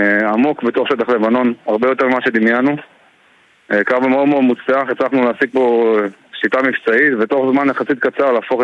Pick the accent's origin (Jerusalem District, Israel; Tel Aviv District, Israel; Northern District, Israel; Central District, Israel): Northern District, Israel; Kiryat Shmona; now in Kibbutz (Northern District), Israel; אני במקור מקריית שמונה וגר בקיבוץ הגושם.